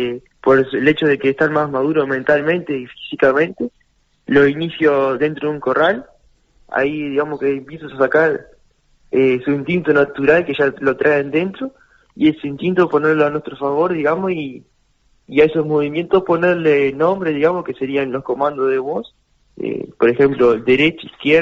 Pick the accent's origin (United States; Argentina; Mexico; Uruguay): Uruguay; Durazno; somos 3 uruguayos que vamos a estar representando a Uruguay.